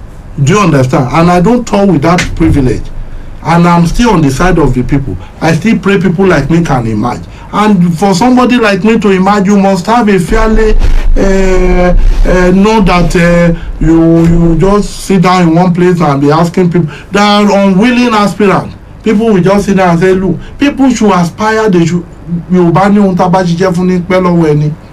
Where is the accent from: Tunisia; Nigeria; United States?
Nigeria; Ondo; first language Yoruba (Akure dialect); English is a second language; I will use my mother tongue to speak. I cannot be speaking English. In fact, I would prefer to speak Akure.